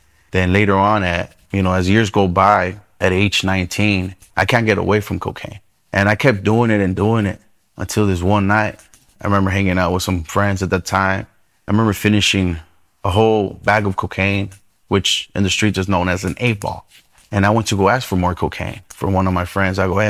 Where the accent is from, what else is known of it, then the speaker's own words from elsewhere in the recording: California, United States; also born or lived in Los Angeles, California; Growing up in the Land Empire after we moved from Los Angeles, I was about 5 years old.